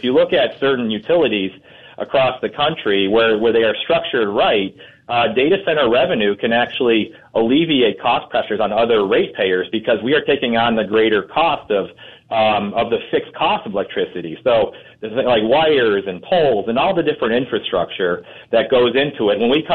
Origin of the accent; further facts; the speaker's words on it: Chicago, Illinois, United States; accent: Chicago; That may be my Chicago accent